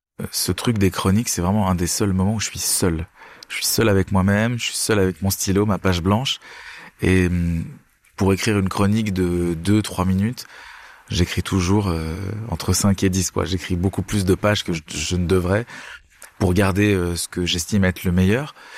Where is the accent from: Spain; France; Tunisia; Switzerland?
Switzerland; German-speaking Switzerland; moved away; quand je rentre chez moi en Suisse allemande